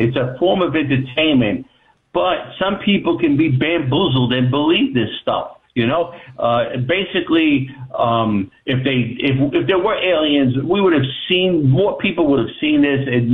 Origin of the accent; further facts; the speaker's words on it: Northeast, United States; Well, we come from the Northeast, and the summertime is not comfortable.